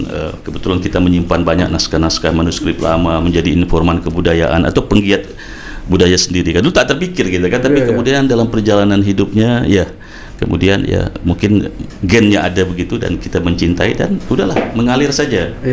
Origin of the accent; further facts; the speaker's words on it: Penyengat Island, Riau Islands, Indonesia; also born or lived in Tanjung Pinang / Yogyakarta; Saya lahir di Pulau Penyengat, kemudian SMP 2 Tanjung Pinang, SMA di Tanjung Pinang